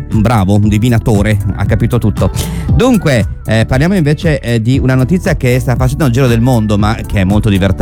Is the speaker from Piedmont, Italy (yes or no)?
no; Lombardy, Italy; parrebbe che il mio paese, in provincia di Varese